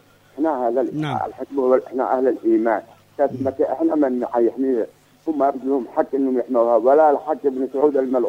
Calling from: Yemen; هذا احنا يمنيين

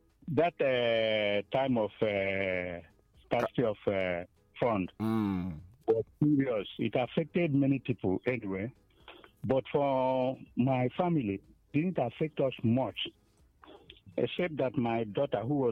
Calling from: Enugu, Enugu State, Nigeria; calling from Enugu

